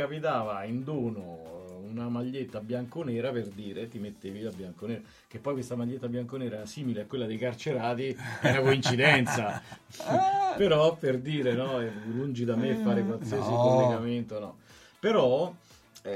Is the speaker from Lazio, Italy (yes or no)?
yes; Rome, Lazio, Italy; moved away; io e mia moglie, siamo romani, quindi in casa comunichiamo in romano.